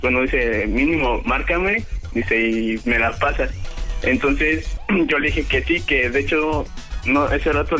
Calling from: Mexico City, Mexico; yo estoy aquí en la Ciudad de México.

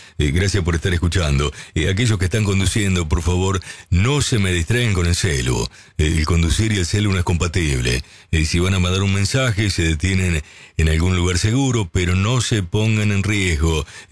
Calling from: Longchamps, Buenos Aires Province, Argentina; Buenos días, Oscar. … de Longchamps.

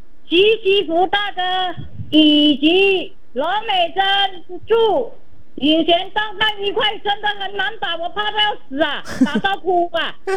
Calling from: Malacca, Malaysia

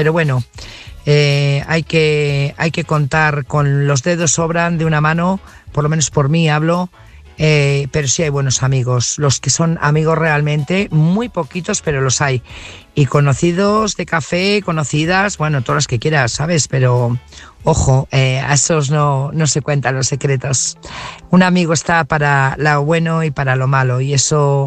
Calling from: Burgos, Castile and León, Spain; corresponsal de Burgos.

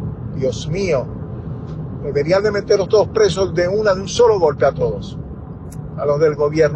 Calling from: Venezuela; Soy venezolano

